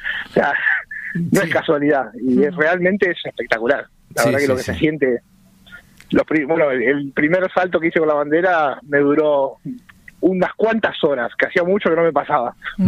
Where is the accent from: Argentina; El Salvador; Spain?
Argentina; moved away as an adult; Yo lo soy siempre y amo ser argentino y viví muchos años fuera y realmente prefiero estar acá.